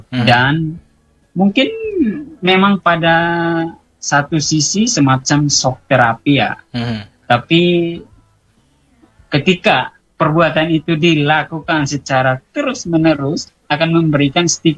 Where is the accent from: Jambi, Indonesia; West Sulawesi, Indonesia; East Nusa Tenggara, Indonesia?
East Nusa Tenggara, Indonesia; first language Dawan; Indonesian is a second language; moved away; Berbicara, berkomunikasi dengan bahasa Dawan juga itu merupakan satu simbol identitas di mana kita sebagai orang Dawan Timur.